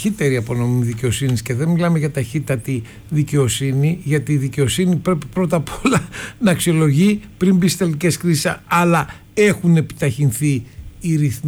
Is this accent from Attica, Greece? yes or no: no; Syros, South Aegean, Greece; Στο νησί μου είστε